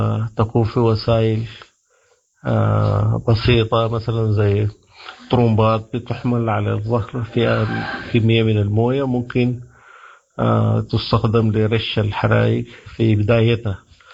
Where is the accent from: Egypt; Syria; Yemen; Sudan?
Sudan; فدينا في السودان ما مسجل عندنا لحد الآن